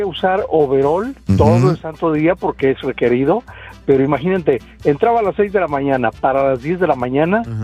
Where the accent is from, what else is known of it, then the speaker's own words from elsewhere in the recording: Michoacán, Mexico; now in Houston, United States; Soy de Tierra Caliente, soy de Michoacán, pero casi toda mi vida, más de 40 años viviendo aquí en Houston, Texas.